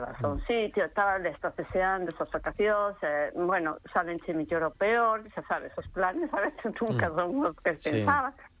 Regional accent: Betanzos, Galicia, Spain; Os que somos de Betanzos ou que vivimos en Betanzos

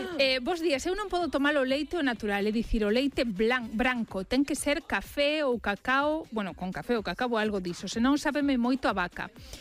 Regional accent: Gondomar, Galicia, Spain

